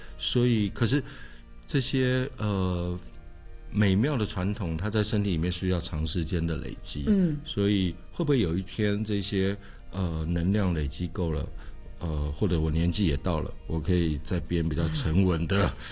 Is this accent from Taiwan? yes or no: yes; Taipei, Taiwan; 我在那个蒙甲那个地方长大